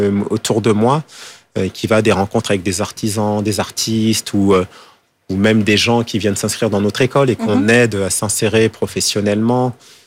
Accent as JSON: {"language": "French", "region": "Île-de-France", "country": "France", "tie": "born or raised there", "said": "J'ai grandi, je suis né à Paris 18e, mais j'ai grandi en banlieue"}